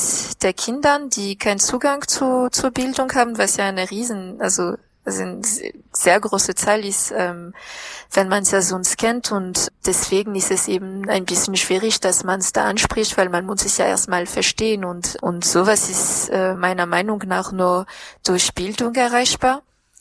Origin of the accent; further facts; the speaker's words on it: southeast, Madagascar; German is a second language; Ich komme, wie gesagt, aus dem Südosten und das ist die Nachbarregion von der Region Anjouli, heißt es.